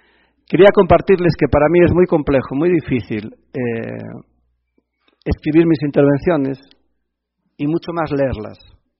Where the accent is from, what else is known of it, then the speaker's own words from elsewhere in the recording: Galicia, Spain; Y eso que soy más gallego que el padre de Manolito en las historias de Mafalda.